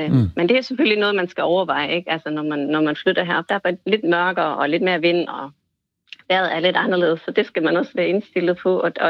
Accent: Germany; Danish is a second language; moved away as an adult; now in Denmark; jeg var selv tysker, altså jeg var selv flyttet heroppe for 13 år siden

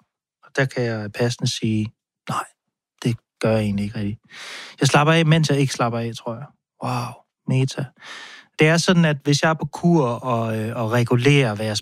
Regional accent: Aarhus, Central Denmark Region, Denmark; fra Aarhus, hvor jeg er vokset op

